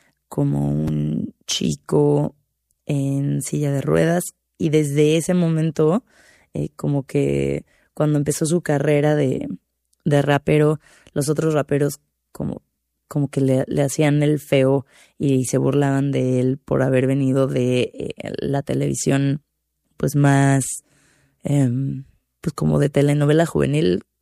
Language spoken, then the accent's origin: Spanish; Mexico